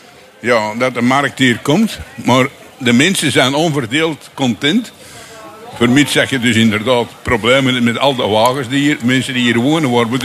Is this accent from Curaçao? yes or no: no; Antwerp, Flanders, Belgium; We zijn geboren en getogen in Deurne, 75 jaar geleden. En toen woonden wij op de Lakborslui.